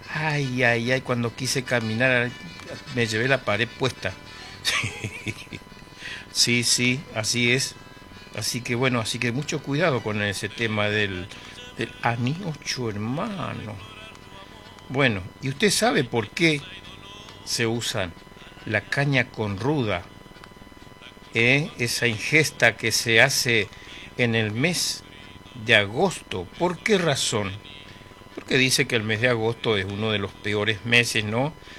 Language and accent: Spanish; Presidencia de la Plaza, Chaco, Argentina; moved away; mi gente de mi pueblo, Presidencia de la Plaza